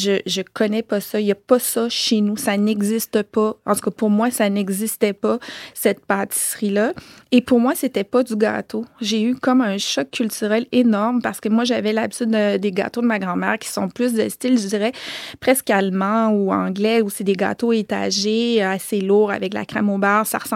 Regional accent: Quebec, Canada; ce que les Français font n'existe pas chez nous au Québec.

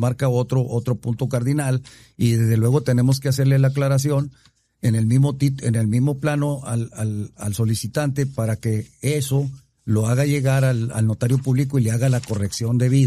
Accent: Nueva Rosita, Coahuila, Mexico; en la mera parte central de nuestra ciudad de Nueva Rosita

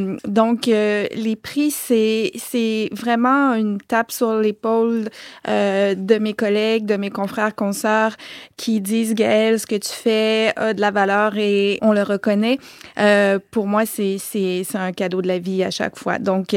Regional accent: Montreal, Quebec, Canada; que mon père commençait à travailler dans cette nouvelle université qu'on ouvrait et voilà. Donc, j'ai grandi à Montréal à partir de là.

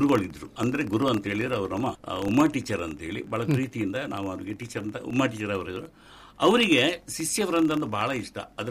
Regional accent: Mangaluru, Karnataka, India; born there; also born or lived in Kerala / Bengaluru / Puttur; ನಾನು ಹುಟ್ಟಿದ್ದು ಕೇರಳ, ಬೆಳೆದಿದ್ದು ಮಂಗಳೂರು, ಕಲ್ತಿದ್ದು ಬೆಂಗಳೂರು. ಆದರೆ 10ನೇ ತನಕ ಬೆಂಗಳೂರು ಕಲಿತು ವಾಪಸ್ ನಾನು ಮಂಗಳೂರಿಗೆ ಬಂದಾಗ ಮಂಗಳೂರಿನಲ್ಲಿ first P U C Ganapati ಕಾಲೇಜಲ್ಲಿ ಮಾಡಿದೆ.

